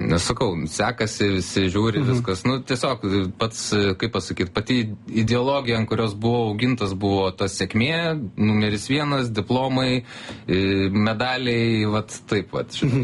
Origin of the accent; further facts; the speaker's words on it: Kaunas, Kaunas County, Lithuania; kažkur Kaune, užaugau Kaune, tai tenais tiesiog kažkur išėjau